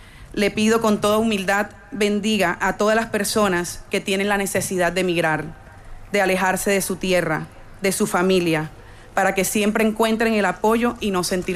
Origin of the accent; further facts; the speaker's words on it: Colombia; moved away as an adult; Soy colombiana con 48 años. Llegué hace 3 años dejando a mi familia y a mi hijo